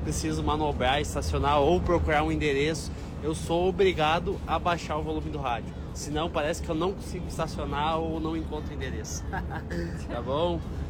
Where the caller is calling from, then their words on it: Venâncio Aires, Rio Grande do Sul, Brazil; sou de Venâncio Aires, sou motorista de carreta.